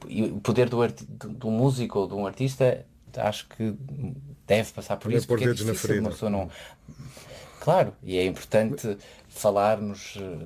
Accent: Portugal; eu quando digo que sou de Portugal, toda a gente responde assim, eu quero mudar-me para

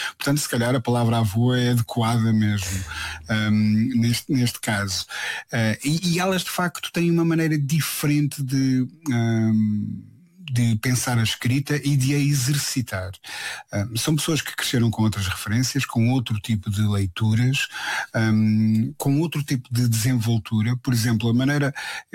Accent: Centro, Portugal; minha cultura específica, operária, do centro do país, se calhar um pouco mais rural do que urbano, de onde eu sou originário.

